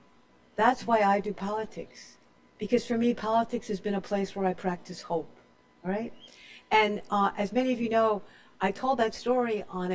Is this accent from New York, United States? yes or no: yes; Brooklyn, New York, United States; born there; I mean, I was born in Bear Ridge, Brooklyn. Give me a break.